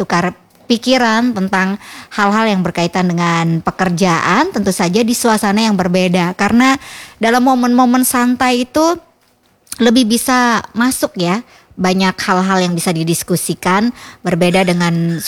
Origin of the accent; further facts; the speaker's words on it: West Nusa Tenggara, Indonesia; Jadi kita orang Sasak